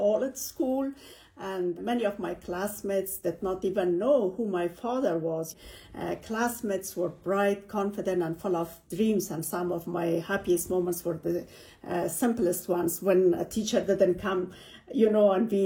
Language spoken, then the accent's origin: English; Kabul, Afghanistan; moved away; I was born in Kabul city and I lived in different parts of the city, mainly in Sharanao and also in Makrorayan later.